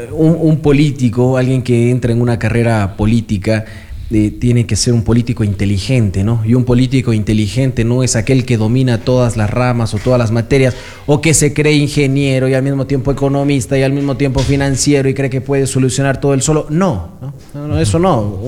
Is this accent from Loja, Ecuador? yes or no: yes; Loja, Ecuador; si bien nací en Loja y soy lojano de toda la vida y vivo aquí, mi madre es española.